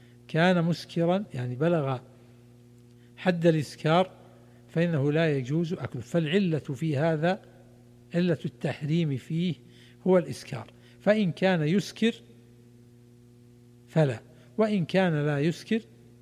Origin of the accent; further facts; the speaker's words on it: Saudi Arabia; عندنا في المملكة العربية السعودية